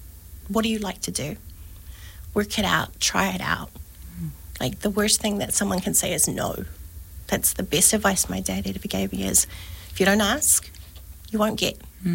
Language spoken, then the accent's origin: English; Burnham, Canterbury, New Zealand; born or raised there